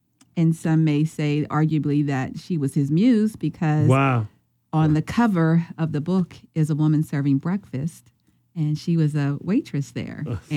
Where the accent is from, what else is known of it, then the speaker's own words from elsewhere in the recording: Pittsburgh, Pennsylvania, United States; moved away; I'm originally from Pittsburgh.